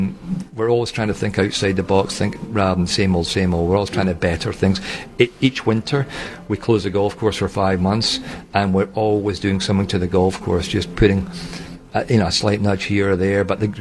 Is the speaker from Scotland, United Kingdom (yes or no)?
yes; St Andrews, Scotland, United Kingdom; Born and raised in St Andrews.